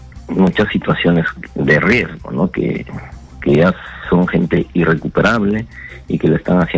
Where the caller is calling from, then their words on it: Sullana, Piura, Peru; de Sullana